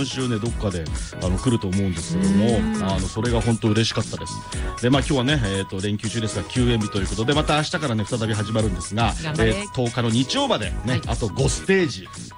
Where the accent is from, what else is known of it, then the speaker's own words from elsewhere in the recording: Sano, Tochigi, Japan; 私個人としてはあのやっぱラーメンの町栃木県佐野に生まれているので